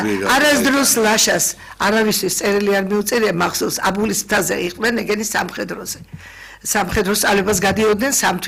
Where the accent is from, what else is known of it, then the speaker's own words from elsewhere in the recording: Urbnisi, Shida Kartli, Georgia; born there; ჩემი სოფელში იყო ურუბნიში, ქართლში. და იქ დავიბადე.